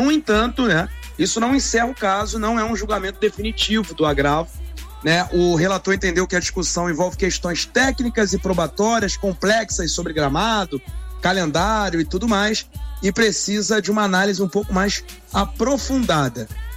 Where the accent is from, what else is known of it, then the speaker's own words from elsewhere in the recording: Rio de Janeiro, Brazil; Não, sou carioca.